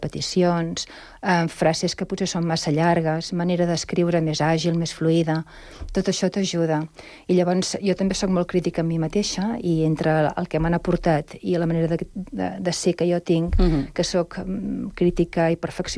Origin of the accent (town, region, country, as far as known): Sabadell, Catalonia, Spain; now in Sant Cugat del Vallès, Spain